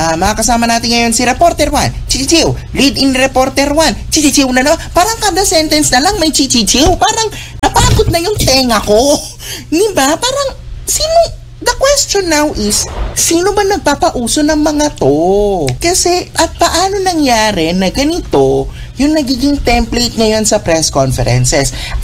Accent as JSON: {"language": "Tagalog", "region": "Ilocos Region", "country": "Philippines", "tie": "born or raised there", "said": "No, kasi ang hometown ko was in Ilocos Norte, so doon ako nag-aral no ng elementary and high school."}